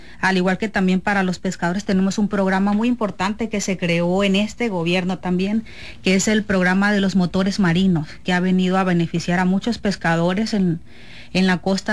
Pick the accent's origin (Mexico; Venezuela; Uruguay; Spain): Mexico; Estación Dimas, Sinaloa; mi municipio, Barras de Piastla, pues está muy cerca de Estación Dimas, del pueblo de donde yo soy, sí, era un es costeño